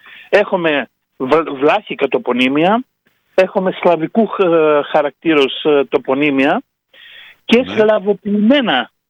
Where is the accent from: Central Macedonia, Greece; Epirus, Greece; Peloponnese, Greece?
Epirus, Greece; Preveza; στο σημείο που είναι το χωριό μου, όπως ερχόμαστε από Νέα Κερσίδα, εσύ που ξέρεις Κώστα, στο δεξί μέρος όπως ερχόμαστε από Νέα Κερασούντα